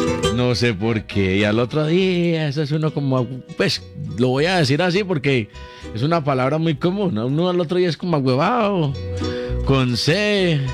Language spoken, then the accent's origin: Spanish; Colombia; Claro, somos colombianos y tenemos que elegir nuestro presidente. Somos colombianos.